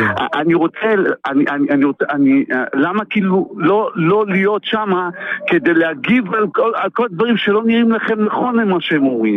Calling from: Netanya, Central District, Israel; אני מנתניה

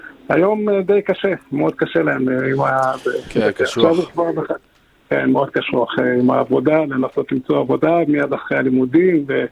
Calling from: Modi'in, Central District, Israel; אני ממודיעין, כן.

